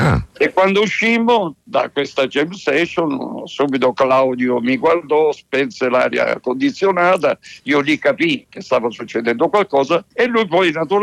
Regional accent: Copertino, Apulia, Italy; born there; also born or lived in Lecce; Sono nato a Copertino, sì.

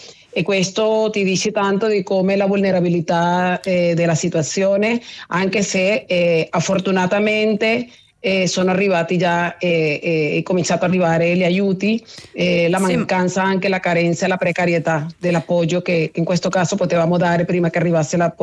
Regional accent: Venezuela; Beh, io ovviamente non posso non emozionarmi di quello che accade nel mio paese, purtroppo.

